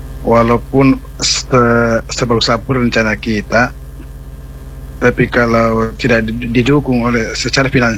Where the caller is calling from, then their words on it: Makassar, South Sulawesi, Indonesia; saya sebagai warga Makassar atau Sulawesi Selatan